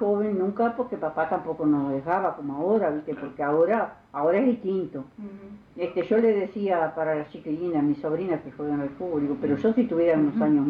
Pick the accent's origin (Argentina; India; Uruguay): Uruguay; Vergara, Treinta y Tres; born there; Nací acá en Vergara.